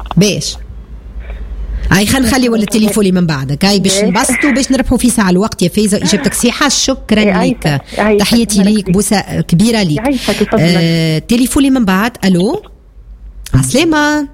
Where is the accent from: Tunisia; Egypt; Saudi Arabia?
Tunisia; Sfax, Sfax Governorate; معناتها احنا هيك هو معناتها لهجتنا سفاقسيه ومعروفه وعندنا ميزه